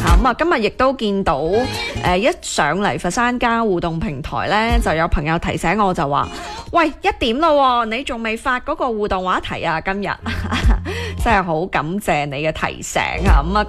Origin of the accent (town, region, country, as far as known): Guangdong, China